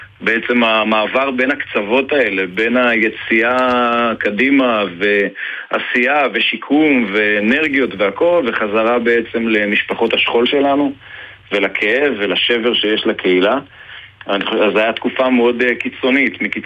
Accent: Kissufim, Southern District, Israel; now in Be'eri, Israel; כי אני גדלתי בכיסופים ובאמת עברתי לבארי

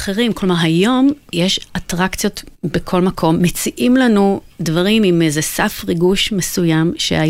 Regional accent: Netanya, Central District, Israel; אני גדלתי בנתניה. היה לי, קודם כל היה לי ים ליד הבית.

